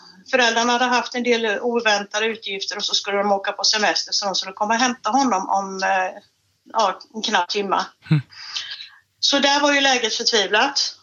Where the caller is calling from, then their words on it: Jönköping County, Sweden; Jag är inte riktigt i Jönköping. Jag kom ifrån Ulricehamn och jag är bottnare nu. Så vi är i Småland i alla fall.